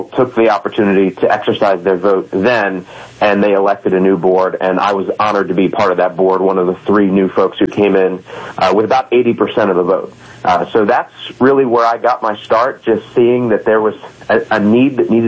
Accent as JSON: {"language": "English", "town": "Bel Air", "region": "Maryland", "country": "United States", "tie": "born or raised there", "said": "I got elected at the age of 20 years old to my hometown's, essentially our town council."}